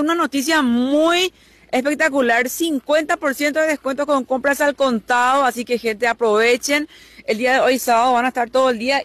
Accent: Carapeguá, Paraguarí, Paraguay; yo soy de Carapeguá

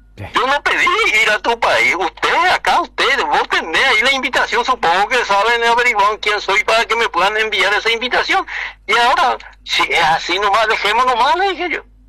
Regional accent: Paraguay; yo soy un legislador paraguayo

